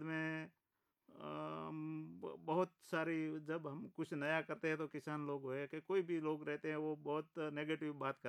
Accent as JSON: {"language": "Hindi", "region": "Gujarat", "country": "India", "said": "हमारे Banaskantha dry area है बिल्कुल, तो वहाँ पे पानी का कोई वो नहीं रहता है"}